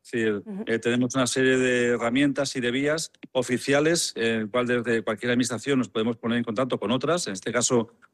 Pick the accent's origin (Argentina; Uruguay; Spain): Spain; como español y como alcalde